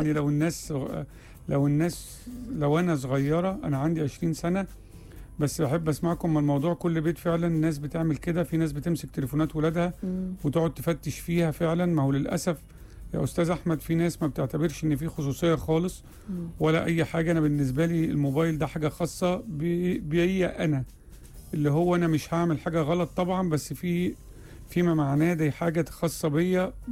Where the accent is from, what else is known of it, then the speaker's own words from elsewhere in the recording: Tunisia; السلام عليكم،